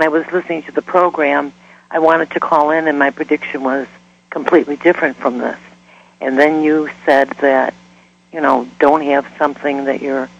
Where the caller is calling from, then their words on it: Lockport, Illinois, United States; from Lockport, Illinois.